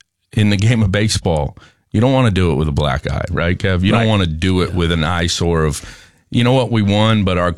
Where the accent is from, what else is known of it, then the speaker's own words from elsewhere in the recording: Maine, United States; Or, i.e., my family, right? Because I'm from Maine.